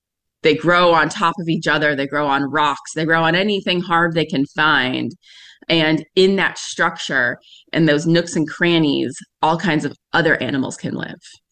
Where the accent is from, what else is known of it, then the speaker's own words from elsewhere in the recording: Oak Bluffs, Massachusetts, United States; I'm from Oak Bluffs, born and raised in Oak Bluffs.